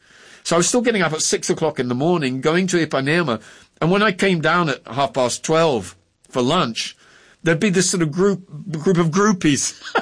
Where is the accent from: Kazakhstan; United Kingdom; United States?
United Kingdom; England; He knew I, as an Englishman, I loved puns.